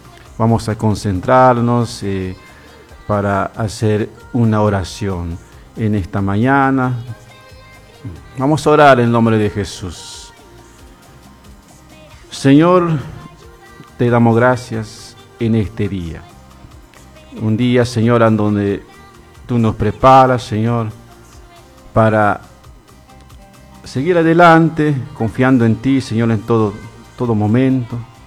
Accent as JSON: {"language": "Spanish", "town": "Misión Chaqueña", "region": "Salta", "country": "Argentina", "said": "así que bueno, yo me presento. Soy de Misión Chaqueña"}